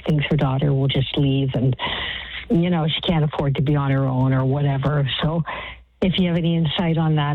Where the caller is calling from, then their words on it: Oakville, Ontario, Canada; I'm calling from Oakville, Ontario.